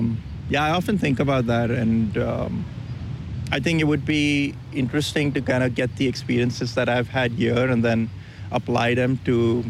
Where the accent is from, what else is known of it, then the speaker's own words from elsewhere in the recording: Mumbai, Maharashtra, India; now in Utah, United States; Utah is kind of quiet, and I come from Mumbai